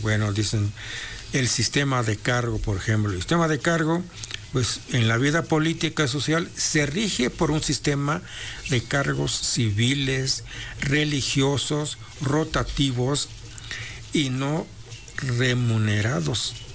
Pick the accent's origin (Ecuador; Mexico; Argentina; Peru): Mexico; Mixteca; born there; moved away